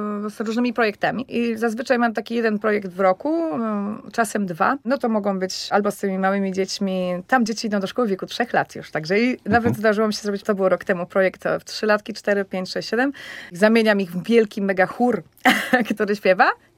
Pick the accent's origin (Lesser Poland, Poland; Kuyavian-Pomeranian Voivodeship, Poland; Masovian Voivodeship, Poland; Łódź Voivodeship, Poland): Łódź Voivodeship, Poland; Łódź; I czyli chcę, żeby znali, żeby trafili osadzić tą Łódź na mapie świata.